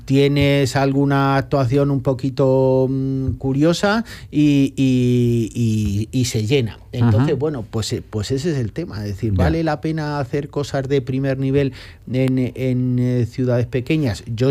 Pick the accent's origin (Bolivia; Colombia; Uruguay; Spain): Spain; Toledo, Castilla-La Mancha; Yo además, como toledano de toda la vida, y Toledo que siempre se ha mantenido esto, pues en ciudad pequeña para ser una capital de provincia